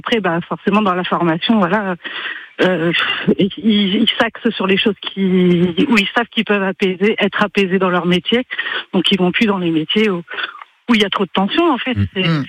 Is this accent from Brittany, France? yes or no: no; Auvergne-Rhône-Alpes, France; Enfin, moi, je viens d'Auvergne, voilà.